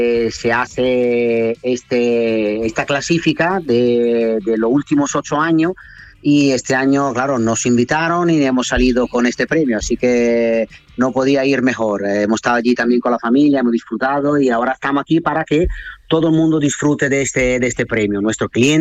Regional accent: Italy; Spanish is a second language; now in Cádiz, Spain

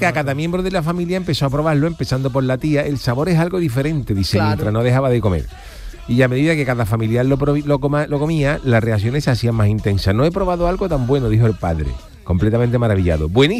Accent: Spain; Soy española y no me gusta el melón con jamón.

